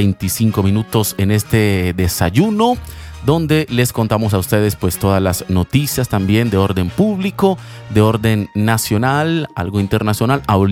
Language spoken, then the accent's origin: Spanish; Antioquia, Colombia